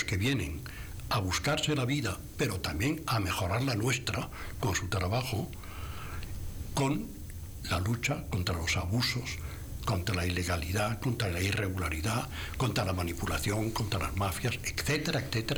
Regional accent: Spain

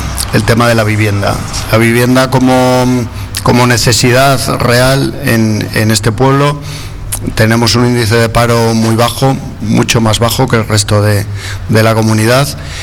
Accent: Alar del Rey, Castile and León, Spain

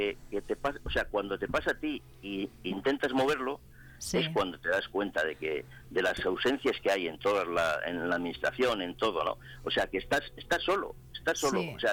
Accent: San Salvador de Cantamuda, Castile and León, Spain; que yo soy de San Salvador, de Cantamuga, sí.

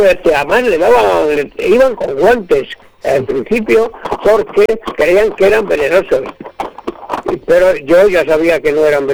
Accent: Cejas de Aliste, Castile and León, Spain; now in Rabanales de Aliste, Spain; yo no soy de Rabanales. Yo soy de Cejas de Aliste.

